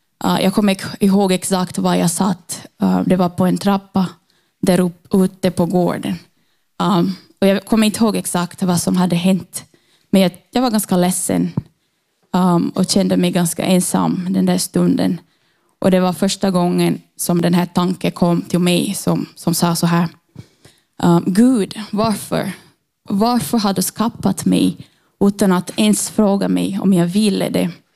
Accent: Brazil; Swedish is a second language; moved away as an adult; now in Finland; jag har haft hela min uppväxt i Brasilien med en troende mamma.

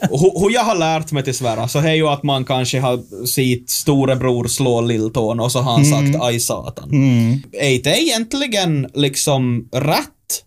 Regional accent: Ostrobothnia, Finland; jag är ju född och uppvuxen i Österbotten, och det här är min bild av religion

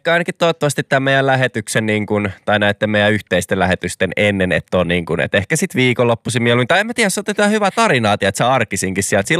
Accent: Kirkkonummi, Uusimaa, Finland; born there; meikä ehkä joskus lapsena Kirkkonummella

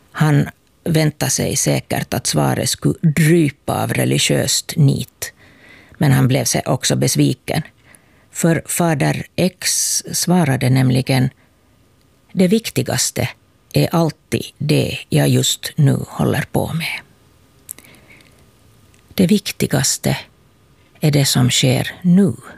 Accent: Kauniainen, Uusimaa, Finland; Jag kommer från Grankulla och är din talare i aftonandakten ikväll.

